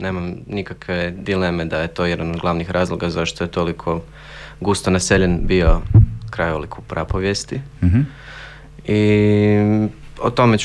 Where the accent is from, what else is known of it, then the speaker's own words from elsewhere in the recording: Zagreb, City of Zagreb, Croatia; Ja sam iz Zagreba.